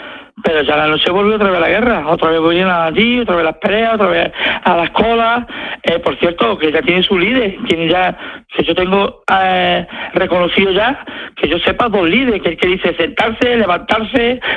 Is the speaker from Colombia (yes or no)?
no; Spain